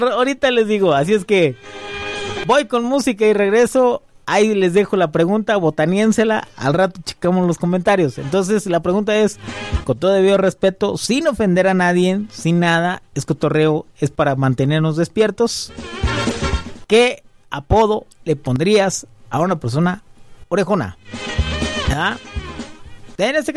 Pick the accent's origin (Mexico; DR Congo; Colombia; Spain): Mexico; somos mexicanos, la verdad. Tenemos un humor muy pesado.